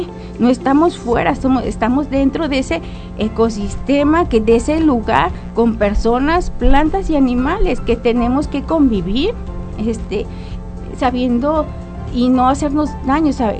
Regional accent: Tepic, Nayarit, Mexico; Yo pues aquí crecí en Tepic, aquí estuve aquí en la primaria, y vivo cerquitas de un punto donde crecen juncos.

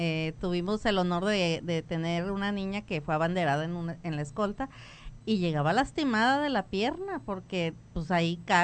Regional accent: Mexico

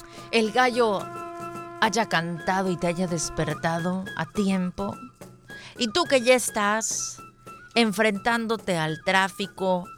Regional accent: Mexico; orgullosamente somos mexicanos

